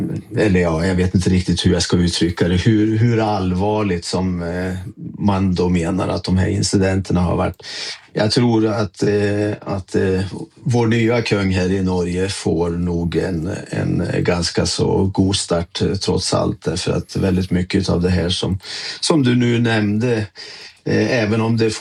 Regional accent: Sweden; moved away as an adult; now in Oslo, Norway; För det första därför att jag är svensk.

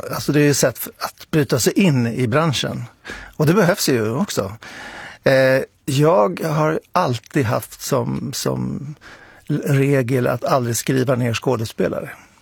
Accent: Linköping, Östergötland, Sweden; Men jag kommer ju från Linköping och där så jag uppfostrades på Östgöta teatern.

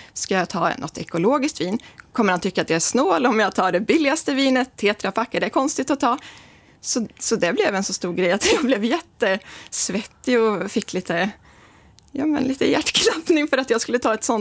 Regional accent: Grums, Värmland, Sweden; jag är ju från Grums

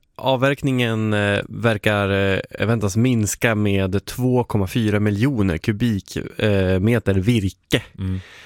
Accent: Umeå, Västerbotten County, Sweden; born there; moved away; nästan upp till Umeå där jag är född.

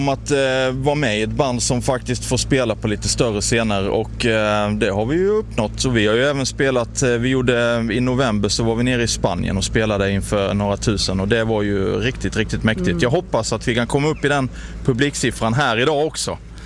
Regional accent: Karlshamn, Blekinge, Sweden; jag kan nog bre på lite dialekt om du vill. Och att folk hör att jag kommer från Karlshamn, det tror jag.

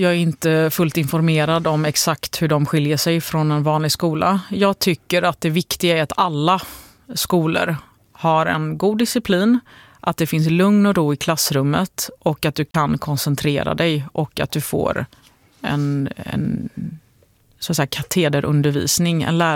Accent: Gothenburg, Västra Götaland County, Sweden; Det är jag väldigt glad över som gammal göteborgare.

